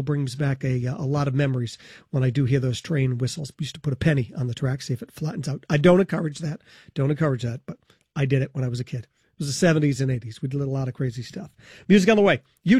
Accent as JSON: {"language": "English", "town": "East Providence", "region": "Rhode Island", "country": "United States", "tie": "born or raised there", "said": "Speaking of trains, I remember being a kid in East Providence, growing up in Rumford over near the Fram."}